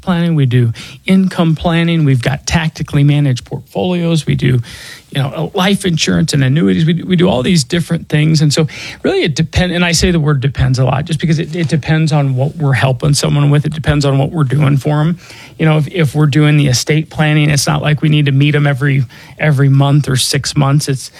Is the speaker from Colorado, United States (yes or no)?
yes; Denver, Colorado, United States; Again, I was born and raised here in Denver. You know, I'm not just licensed here. This is where I call home.